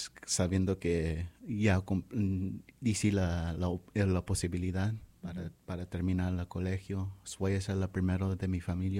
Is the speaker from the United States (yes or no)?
yes; Toppenish, Washington, United States; Yo nací en Toppenish, yo conocí mi lugar, yo vivo en Hera.